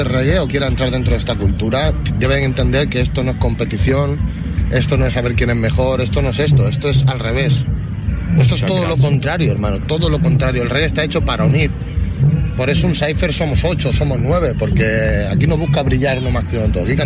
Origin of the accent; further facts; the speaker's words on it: Catalonia, Spain; born there; Tengo cosas en catalán también, que es la lengua de mi tierra, de donde nací, Cataluña.